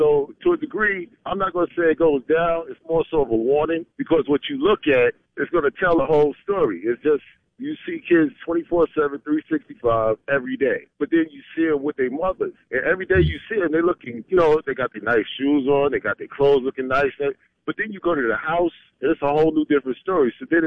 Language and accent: English; New York, United States; now in Brunswick, United States